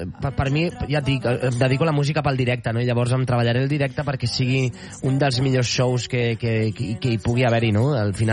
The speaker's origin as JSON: {"language": "Catalan", "town": "Sant Feliu de Llobregat", "region": "Catalonia", "country": "Spain", "tie": "born or raised there", "said": "Al meu poble, sí, sí, van venir"}